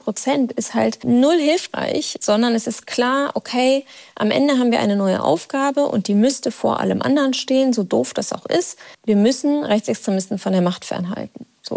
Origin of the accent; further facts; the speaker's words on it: Rhineland, Germany; Trotzdem will ich die Hoffnung nicht aufgeben, weil ich bin ja Rheinländerin.